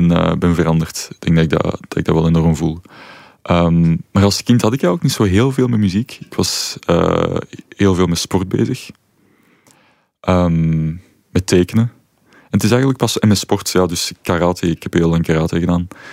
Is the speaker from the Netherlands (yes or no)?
no; Antwerp, Flanders, Belgium; Ik kom uit Antwerpen